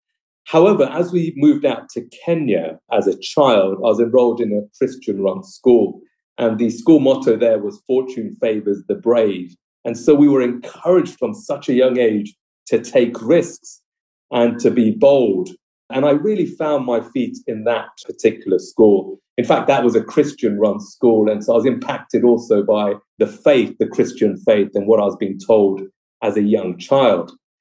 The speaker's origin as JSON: {"language": "English", "town": "Watford", "region": "East of England", "country": "United Kingdom", "tie": "born or raised there", "said": "growing up in Watford. We were living in a terraced house."}